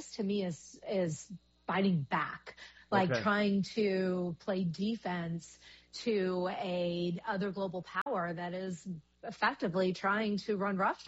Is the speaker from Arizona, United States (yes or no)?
no; Kentucky, United States; born there; my home state, bourbon from Kentucky